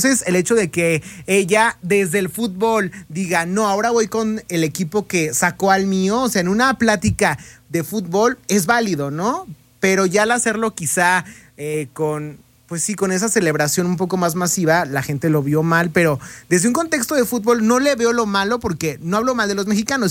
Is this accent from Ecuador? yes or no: no; Mexico; O sea, como mexicanos hacemos eso con un equipo que quizá haya hecho algo parecido